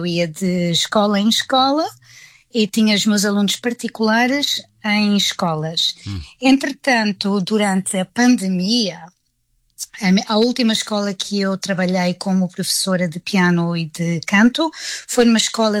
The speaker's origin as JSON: {"language": "Portuguese", "town": "Loures", "region": "Lisbon", "country": "Portugal", "tie": "born or raised there", "lives_now": "England, United Kingdom", "said": "Eu fui criada em Loures, no distrito de Lisboa, e ainda tenho lá familiares"}